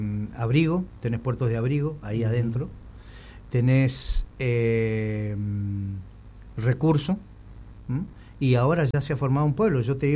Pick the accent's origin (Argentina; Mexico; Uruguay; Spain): Argentina; Río Grande, Tierra del Fuego; Yo, que soy de acá, de Río Grande